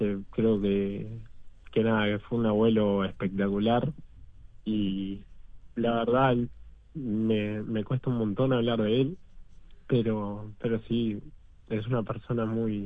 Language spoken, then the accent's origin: Spanish; Montevideo, Uruguay; born there; now in Barros Blancos, Uruguay